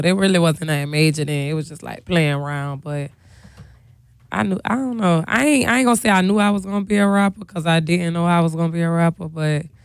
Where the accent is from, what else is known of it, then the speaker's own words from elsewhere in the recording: Savannah, Georgia, United States; I'm from Savannah, the West Side, to be exact.